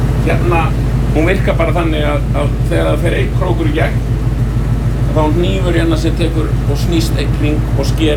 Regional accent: Tálknafjörður, Westfjords, Iceland; Nei, sko, við erum þrír Tálknafirðingar hérna.

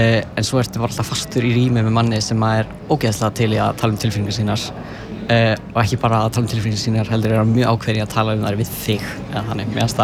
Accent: Northwestern Region, Iceland; now in Akureyri, Iceland; Nei, ég er frá Vatnsnesi, rétt hjá Hvammstanga. Þannig að ég flutti hingað fyrst á Akureyri þegar ég var að byrja í Vaffema.

